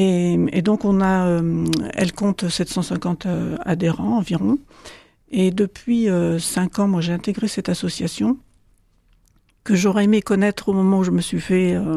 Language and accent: French; Niort, Nouvelle-Aquitaine, France; On m'a dit, ah bon, tu viens d'où? De Niort. Ah, mais on n'a personne à Niort.